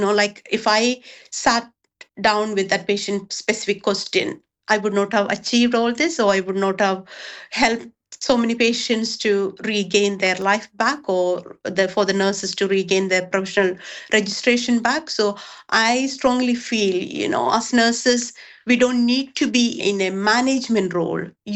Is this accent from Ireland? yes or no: no; India; moved away as an adult; now in United Kingdom; because when I came in, I didn't have the challenge of regaining my nursing registration in the UK. I came from India and I didn't have those challenges.